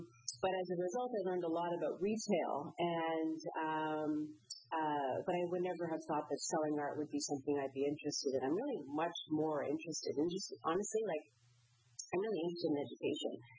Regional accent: Georgetown, Ontario, Canada; now in Bermuda; Born and raised in Georgetown, Ontario, Canada. Yes, you hear Canada.

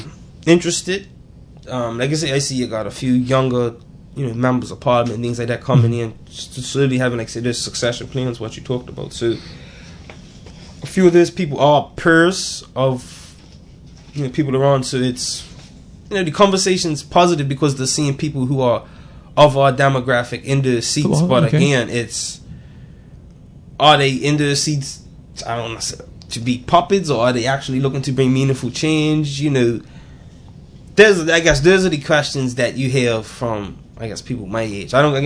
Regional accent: St. George's, Bermuda; as a St. George's boy

